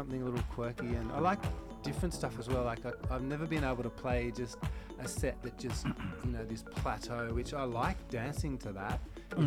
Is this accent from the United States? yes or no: no; Sydney, New South Wales, Australia; born there; moved away as an adult; also born or lived in Newcastle / Brisbane; it's still considered my hometown